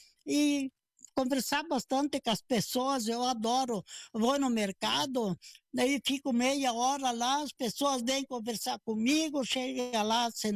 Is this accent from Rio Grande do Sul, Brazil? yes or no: yes; Encantado, Rio Grande do Sul, Brazil; born there; also born or lived in Fontoura Xavier / Putinga; now in Soledade, Brazil; Em Santos Filho, pertencia a Encantado na época